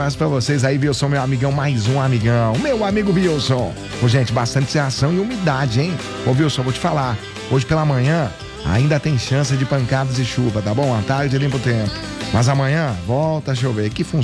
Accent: Muçum, Rio Grande do Sul, Brazil; Bem pertinho da minha terra, aí, Mussum, viu?

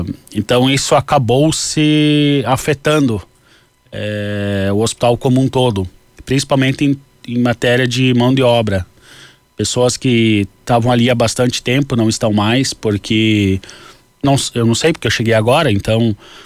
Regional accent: Santa Catarina, Brazil; also born or lived in Paraná; now in Rio Grande do Sul, Brazil; Já morei nos 3 estados do Sul. E eu sou de Santa Catarina, né? Mas eu já morei também no Paraná e agora é a segunda cidade no Rio Grande do Sul.

